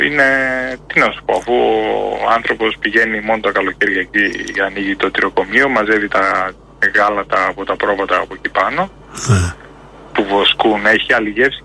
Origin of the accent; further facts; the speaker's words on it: Greece; γιατί είναι μακριά, είναι καμιά ώρα από το χωριό μου.